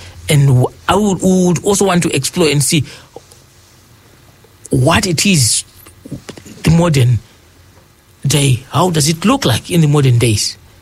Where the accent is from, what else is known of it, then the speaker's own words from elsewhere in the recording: Zimbabwe; I'm also from the Shona. This is the reason why I said I would want to, yes, tell you, I would want to, yes, paint that picture of what I understand from my culture, the Shonas of Zimbabwe.